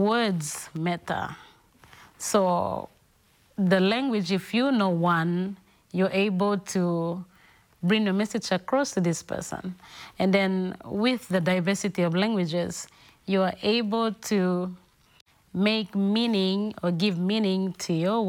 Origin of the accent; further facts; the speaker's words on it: Milne Bay Province, Papua New Guinea; English is a second language; I come from Milne province, which is near the capital of Papua New Guinea, which is Port Moresby. I speak a totally different language.